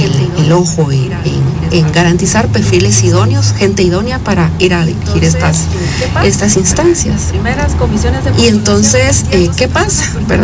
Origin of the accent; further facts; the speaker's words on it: Guatemala; como guatemaltecas no vamos y votamos como si íbamos a hacer ya el otro año, ¿verdad?